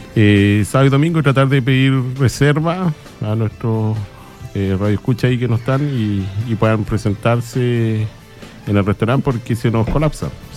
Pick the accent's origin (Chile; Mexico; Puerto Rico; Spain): Chile; Copiapó, Atacama; now in Iquique, Chile; Yo soy de Copiapó, llevo 28 años acá en la ciudad de Iquique